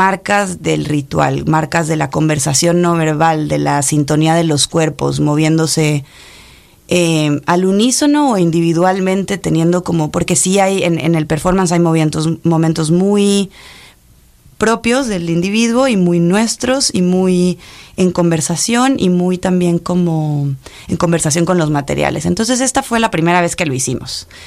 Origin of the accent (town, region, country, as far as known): Salta, Argentina